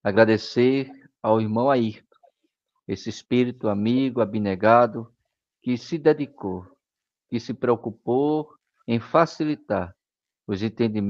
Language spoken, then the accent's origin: Portuguese; Recife, Pernambuco, Brazil; sou de Recife, Pernambuco, Brasil.